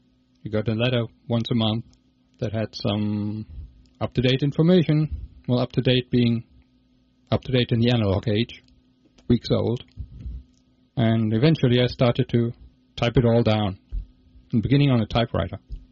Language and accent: English; Germany; now in Birmingham, Alabama, United States; I'm originally from Germany.